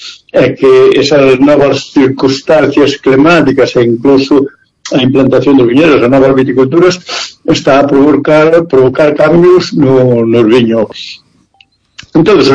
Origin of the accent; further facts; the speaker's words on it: Galicia, Spain; da forma que somos os galegos